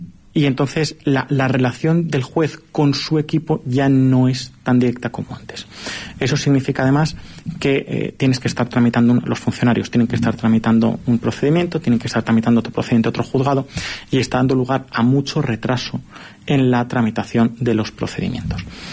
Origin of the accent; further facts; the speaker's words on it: Madrid, Community of Madrid, Spain; now in Calatayud, Spain; que por mucho que yo esté alejado de, digamos, la capital, yo soy de Madrid